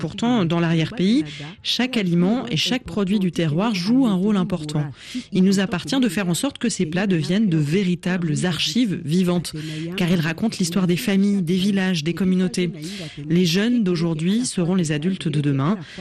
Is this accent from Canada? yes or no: no; Central African Republic; now in Bangui, Central African Republic; je reviens à la source, dans ma ville natale, pour apprendre.